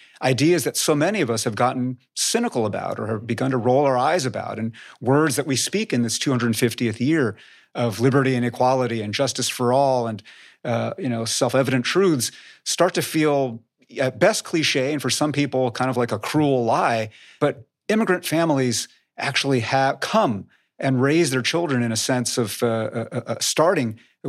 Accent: Poughkeepsie, New York, United States; I'm the son of Chinese immigrants. I was born in Poughkeepsie, New York. I was raised in the Hudson Valley

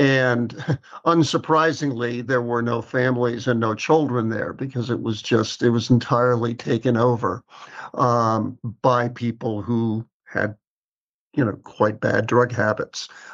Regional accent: New York City, New York, United States; And I should say, I grew up in New York City.

